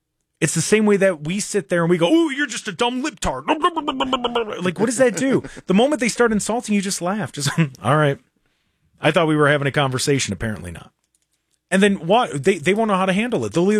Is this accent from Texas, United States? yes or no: no; Cleveland, Ohio, United States; we wear the fact that we're from Ohio and that we're from Cleveland. We wear it proudly.